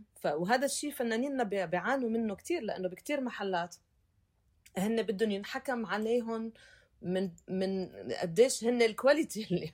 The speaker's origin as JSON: {"language": "Arabic", "region": "South Governorate", "country": "Lebanon", "tie": "born there", "said": "كوني اصلا خلقانة ويعني وعلى يعني مولودة بمخيم عين الحلوة بلبنان"}